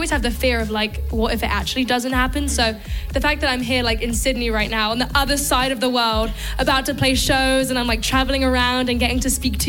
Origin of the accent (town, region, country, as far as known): London, United Kingdom; born or raised there